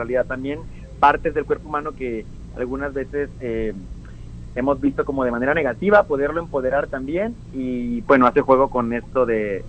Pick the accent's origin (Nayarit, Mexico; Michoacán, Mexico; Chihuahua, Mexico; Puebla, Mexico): Nayarit, Mexico; Yo, pues, soy de aquí de Nayarit, vivo aquí en Tepic, Nayarit, precisamente.